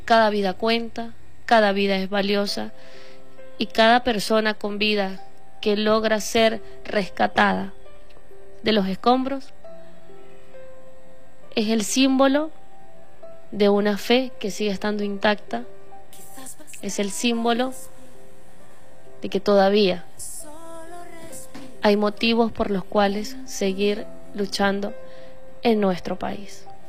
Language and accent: Spanish; Venezuela; solo nos queda seguir apoyándonos y agradeciendo también como pueblo venezolano cada una de las ayudas que han llegado